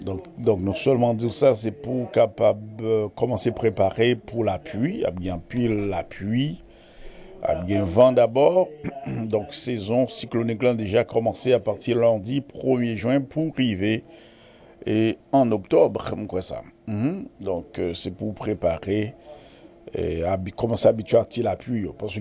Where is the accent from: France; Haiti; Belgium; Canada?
Haiti; now in United States; Donc, puisque on est haïtien, ici, je vis aux États-Unis.